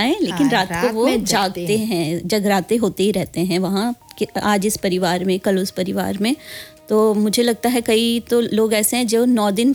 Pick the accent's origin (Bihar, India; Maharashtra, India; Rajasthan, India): Rajasthan, India; जी मैं राजस्थान से हूँ, तो वहाँ जोत लेने का महत्व है।